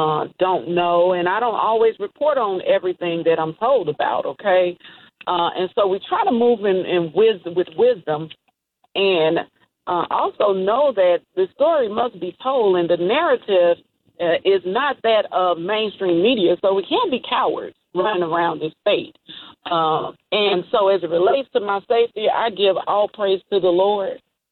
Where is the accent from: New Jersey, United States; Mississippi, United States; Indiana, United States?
Mississippi, United States; growing up in Mississippi and being from Mississippi